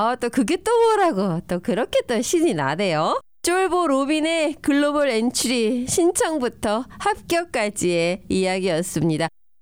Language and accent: Korean; Seoul, South Korea; born there; 코리아 그것도 이제 리퍼블릭 오브 코리아 그렇게 쓰고 한국에서 태어났으니까 스테이트는 서울이라고 써야 되는데